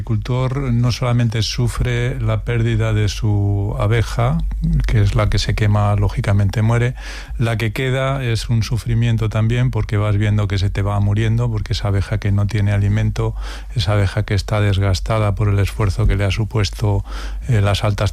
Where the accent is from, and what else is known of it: Porzuna, Castilla-La Mancha, Spain